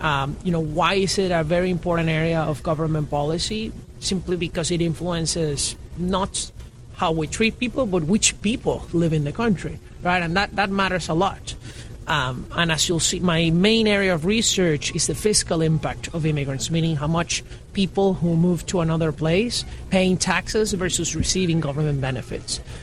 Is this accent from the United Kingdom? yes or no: no; Venezuela; moved away as an adult; now in United States; So I'm from Venezuela. I moved to the United States 10 years ago.